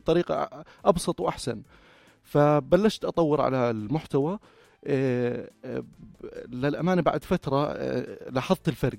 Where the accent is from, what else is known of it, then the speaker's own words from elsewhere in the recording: Salt, Balqa Governorate, Jordan; بس لا، انا بحب اركز على بلدي الاردن ومدينتي تحديدا.